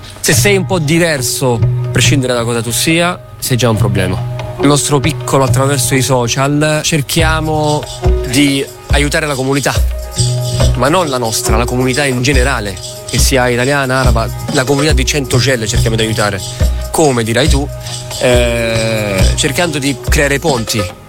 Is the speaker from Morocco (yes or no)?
yes; Morocco; Italian is a second language; now in Italy; devo mostrarmi doppiamente educato, perché io sono marocchino.